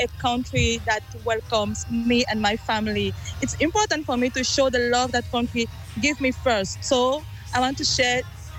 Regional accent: Canada; So I want to show people that, yes, I'm Canadian.

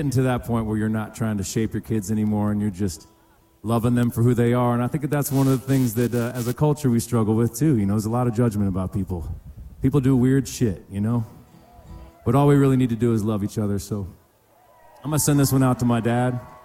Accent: Palmer Lake, Colorado, United States; I grew up in Colorado in a little town called Palmer Lake on the Palmer Divide.

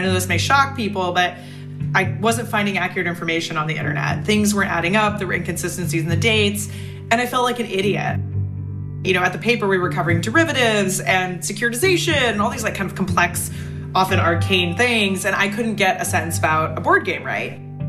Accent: Pacific Northwest, United States; I grew up in the Pacific Northwest, so it was cold and rainy.

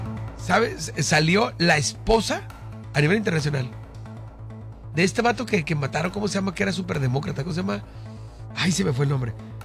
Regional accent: Tijuana, Baja California, Mexico; Todos somos aquí tijuanenses.

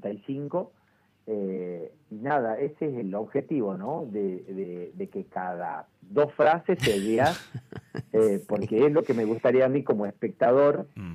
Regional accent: Famaillá, Tucumán, Argentina; yo soy del interior, soy de Tucumán. Uh-huh. Y de Tucumán soy del interior, soy de Famayá.

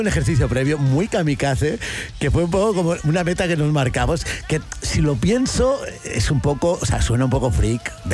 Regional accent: Barcelona, Catalonia, Spain; moved away as an adult; now in Chile; nosotros éramos una banda de Barcelona que hacía música en castellano.

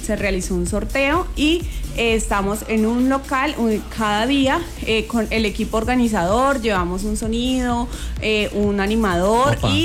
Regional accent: Puerto López, Meta, Colombia; nosotros como llaneros.

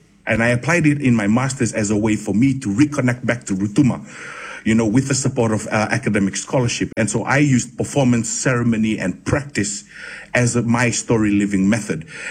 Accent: Fiji; having been born and raised in Fiji, I always yearned for a connection to Rotuma

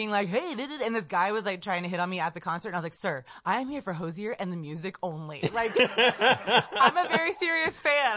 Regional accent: Kansas, United States; moved away; I grew up in Kansas City and my mom still lives there. My sister still lives there. So, yeah, I just grew up there my whole life.

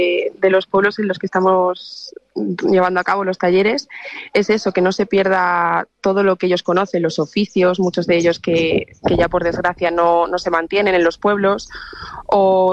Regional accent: San Miguel del Valle, Castile and León, Spain; yo pertenezco a un pueblo muy pequeñito de Zamora que se llama San Miguel del Valle.

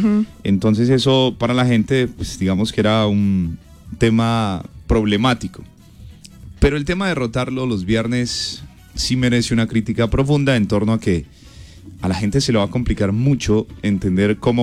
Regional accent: Colombia; Finalmente somos colombianos.

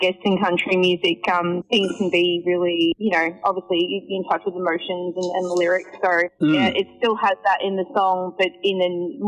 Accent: Melbourne, Victoria, Australia; I'm from Melbourne, so I'm always performing around in different areas as well.

